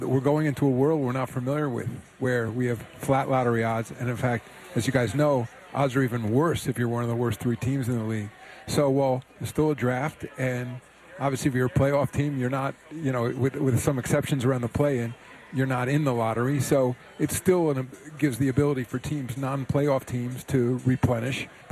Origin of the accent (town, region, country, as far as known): New York, United States